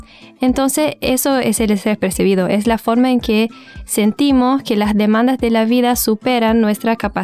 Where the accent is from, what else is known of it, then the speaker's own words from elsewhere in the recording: São Paulo, Brazil; now in Argentina; Yo soy de Brasil, de São Paulo, y estoy ya en el último año acá de nutrición.